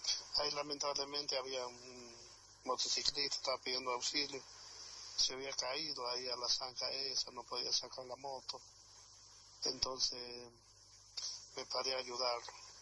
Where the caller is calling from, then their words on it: Huaco, San Juan, Argentina; Soy un vecino de Guaco